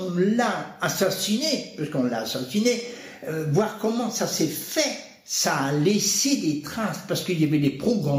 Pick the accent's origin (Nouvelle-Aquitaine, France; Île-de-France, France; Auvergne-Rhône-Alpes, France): Nouvelle-Aquitaine, France; Loudun; moved away; je suis natif de Loudun et que je suis revenu là